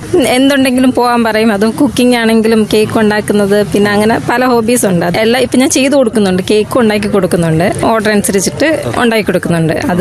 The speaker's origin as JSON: {"language": "Malayalam", "town": "Vattappara", "region": "Kerala", "country": "India", "tie": "born or raised there", "said": "ഞാൻ ഇവിടെ വട്ടപ്പാറയില."}